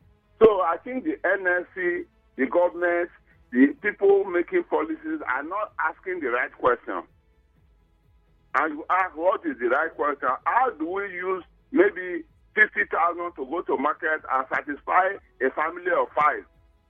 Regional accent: Benin City, Edo, Nigeria; when I was growing up in Benin

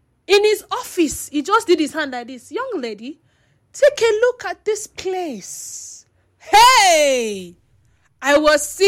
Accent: Bayelsa, Nigeria; born there; moved away; like my home state, Bayelsa State

